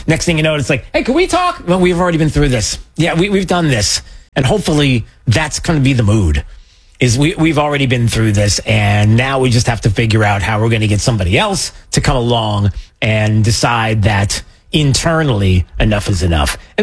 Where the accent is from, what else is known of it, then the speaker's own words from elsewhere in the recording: New York City, New York, United States; I grew up in New York, so everybody that I'm going to play audio from today sounds like somebody in my family.